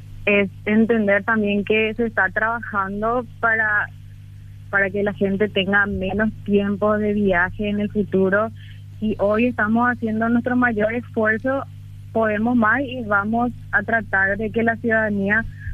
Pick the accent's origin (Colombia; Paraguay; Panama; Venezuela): Paraguay; Luque, Central; Sí, yo también soy de Luque.